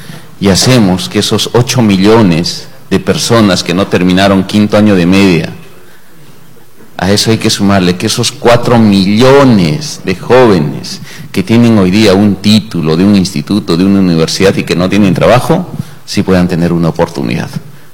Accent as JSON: {"language": "Spanish", "country": "Peru", "said": "somos peruanos"}